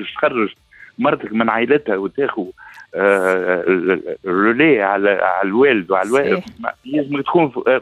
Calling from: Ez Zahra, Tunisia; من الزهره.

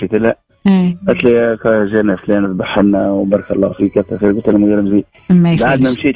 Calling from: Bir Ali Ben Khalifa, Sfax Governorate, Tunisia; احنا منطقة ريفية في دير علي معناها في حي شعبي

